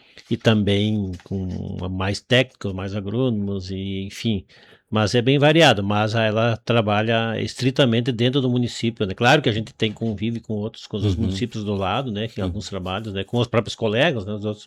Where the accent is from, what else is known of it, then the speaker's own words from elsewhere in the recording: Juricaba, Rio Grande do Sul, Brazil; also born or lived in Tiradentes do Sul; now in Santa Bárbara do Sul, Brazil; Natural de Juricaba, perto aqui, né? Então fiquei mais perto da família, né? E da minha região. Tem um sítiozinho lá no interior de Juricaba ainda